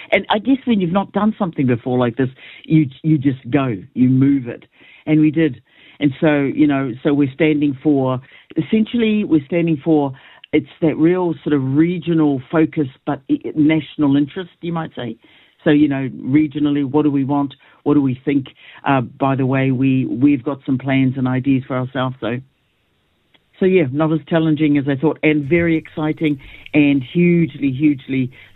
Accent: Northland, New Zealand; We're from Te Nōta, we are

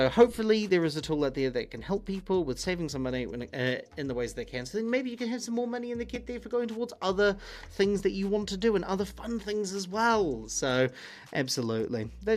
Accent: New Zealand; Asking as a Kiwi

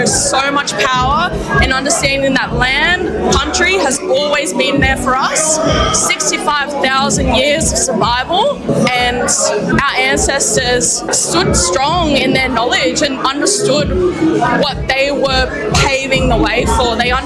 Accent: New South Wales, Australia; all the way from Angeldoo, 8 hours from Sydney. I grew up on Darul country

